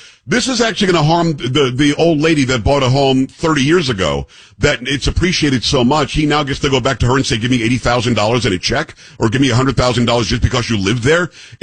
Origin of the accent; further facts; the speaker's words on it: New York, United States; I'm from Metro New York originally.